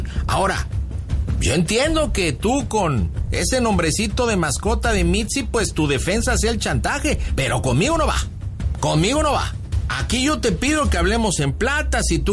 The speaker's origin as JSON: {"language": "Spanish", "region": "Jalisco", "country": "Mexico", "said": "Somos de Jalisco"}